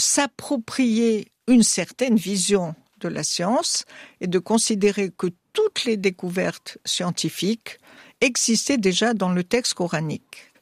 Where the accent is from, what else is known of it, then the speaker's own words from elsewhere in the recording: Tunisia; chez nous en Tunisie